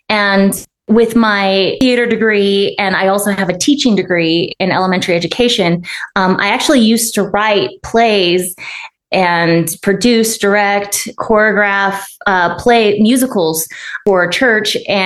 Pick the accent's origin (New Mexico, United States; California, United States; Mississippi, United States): New Mexico, United States; I grew up in New Mexico